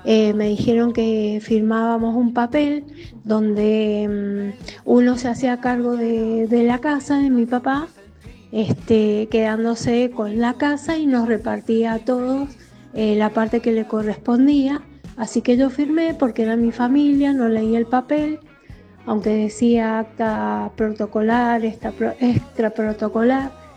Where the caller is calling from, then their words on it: Mendoza, Argentina; de Ciudad